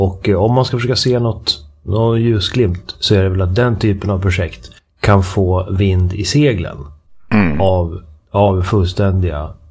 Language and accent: Swedish; Sweden; moved away; Nu är jag inte Sverigebo längre, men jag är ändå svensk.